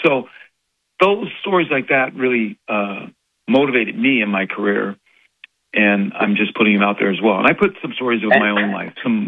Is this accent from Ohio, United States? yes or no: yes; Cleveland, Ohio, United States; born there; also born or lived in Chardon, Ohio; Growing up in Cleveland, it was the city, all that. But after sixth grade, my parents bought this farm in Chardon